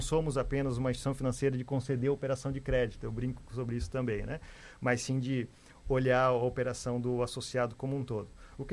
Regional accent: Joinville, Santa Catarina, Brazil; sou joinvilense nato, né? Nascido e criado aqui em Joinville.

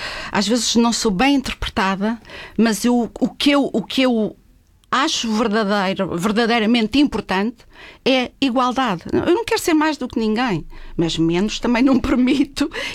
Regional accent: Madeira, Portugal; accent: Madeiran; moved away; Quando se sai do nosso Porto Seguro, como eu saí da Madeira e tinha tudo fácil, e cheguei aqui, era completamente, direi que... tive que começar do zero. Portanto, ninguém me conhecia. Era, no início eu tinha sotaque madeirense.

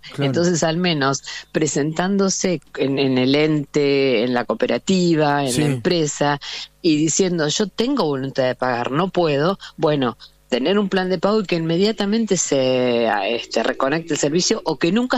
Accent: Pergamino, Buenos Aires Province, Argentina; yo soy de Pergamino.

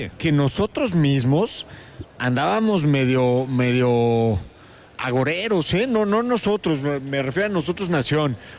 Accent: Mexico; lo que esperábamos como mexicanos

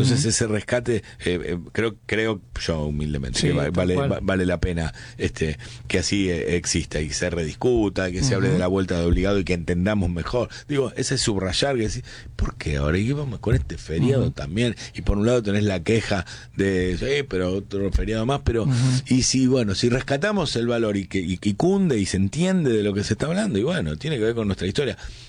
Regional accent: Argentina; entendiendo esta mistura que somos los argentinos

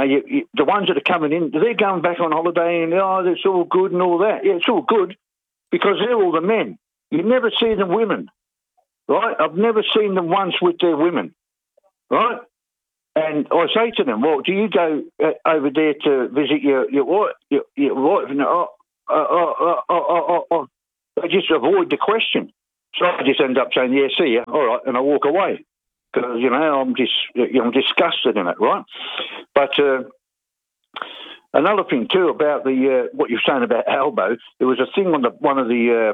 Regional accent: Burundi; now in South Africa; And I've just opened up a shop. I come from Burundi, and I thought my family would be here.

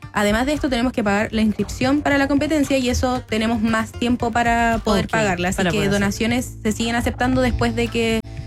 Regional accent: Puente Alto, Santiago Metropolitan Region, Chile; Yo soy de Puente Alto.

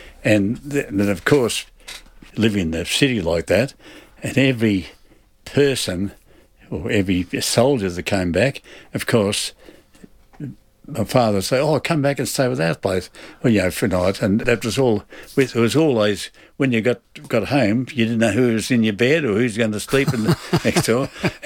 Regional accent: Sea Lake, Victoria, Australia; Well, I was born in Sea Lake in northern Victoria, and like everyone else, my father was a farmer, and he lived in Wallora

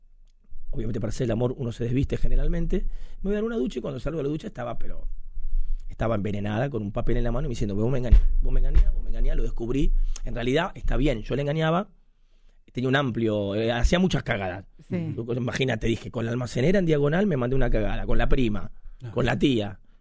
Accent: Argentina; Y aparte, yo soy muy argentino.

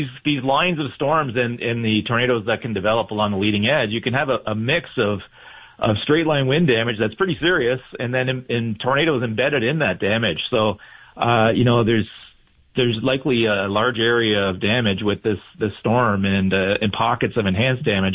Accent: Windsor, Ontario, Canada; now in London, Canada; I'm originally from Windsor, so I know the area fairly well.

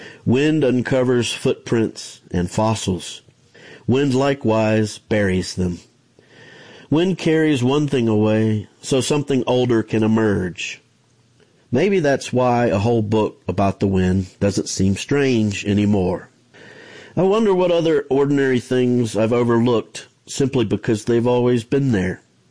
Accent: Goodwill, Oklahoma, United States; from Goodwill, Oklahoma, for the HPPR Radio Readers Book Club's 2026 Fall Read.

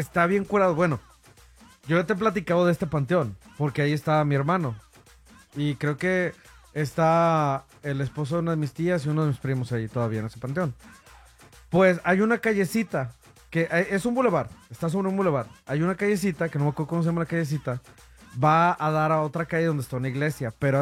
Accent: León, Guanajuato, Mexico; moved away; Allá en mi tierra, en mi barrio, que es en León, Guanajuato, en mi barrio de San Nicolás. Bueno, no, mi barrio de San Nicolás no. Mi barrio es San Juan de Dios

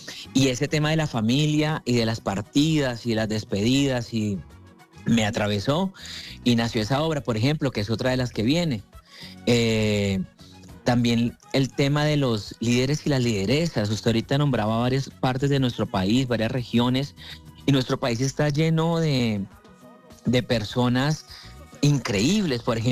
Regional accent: Colombia

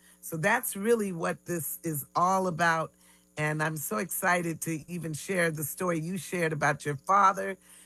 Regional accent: Louisiana, United States; You're my homeboy because I'm from Louisiana too.

